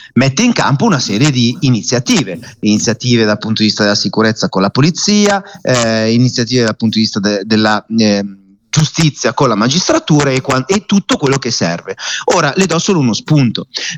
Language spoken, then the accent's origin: Italian; Milan, Lombardy, Italy; accent: Milanese; io sono milanese, lo sentite dal mio accento